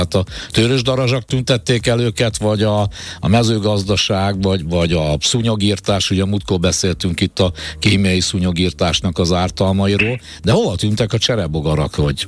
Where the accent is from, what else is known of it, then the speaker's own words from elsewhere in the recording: Debrecen, Hajdú-Bihar, Hungary; now in Budapest, Hungary; Én emlékszem, hogy gyerekkoromban, lehet, hogy Debrecen meg vidék, ott rengeteg cserebogár volt